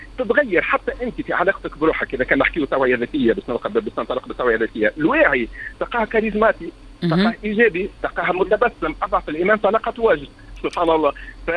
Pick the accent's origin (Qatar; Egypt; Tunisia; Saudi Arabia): Tunisia; بلادنا تونس الغاليه علينا